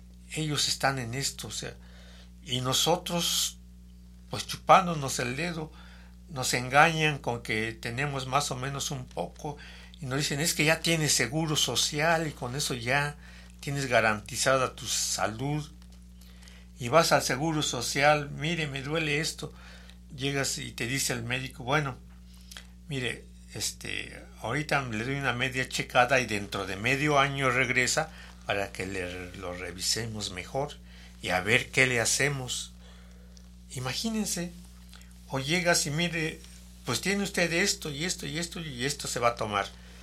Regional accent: Mexico; sí vivimos en una nación que se llama México

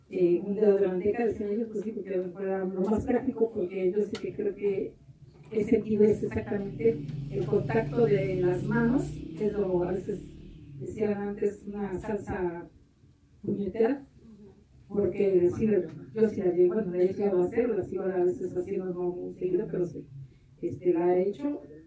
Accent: Mexico; Yo vengo del municipio de Puente Bonilla, de un pueblo de la ciudad que es San Gabriel Metosca, que significa dos conejos.

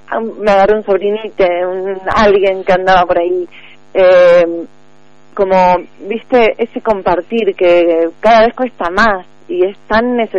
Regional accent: El Bolsón, Río Negro, Argentina; Yo soy del Bolsón

